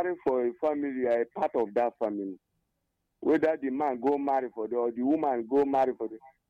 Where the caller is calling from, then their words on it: Ebonyi, Nigeria; I'm calling from Ebonyi State.